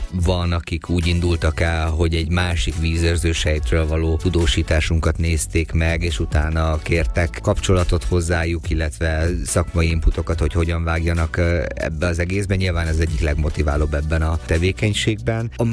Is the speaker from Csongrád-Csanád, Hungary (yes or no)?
yes; Szeged, Csongrád-Csanád, Hungary; Szegediként Tisza forrásához eljutni nyilván egy óriási dolog